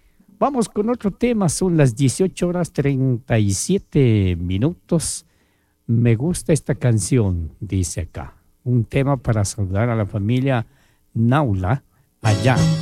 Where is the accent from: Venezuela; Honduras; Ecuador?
Ecuador; Católico, apostólico, peor, no doy ningún mensaje excepto en la radio. Y romano, peor, soy ecuatoriano.